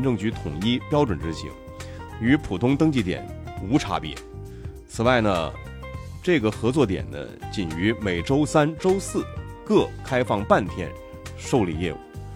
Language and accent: Chinese; Tianjin, China; moved away as an adult; now in Dongguan, China; 像我当年户口还没来东莞，还在老家哪儿啊，就是在天津，就是在河西区，还得回大老远的回老家去办理是吧。